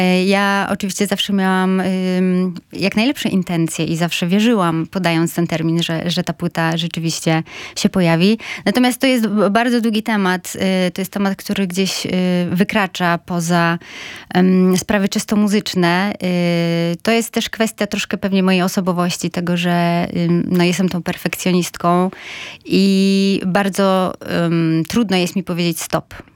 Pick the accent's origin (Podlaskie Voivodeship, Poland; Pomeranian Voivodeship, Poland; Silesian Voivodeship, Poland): Pomeranian Voivodeship, Poland; Gdańsk; ja, gdańszczanka z dziada pradziada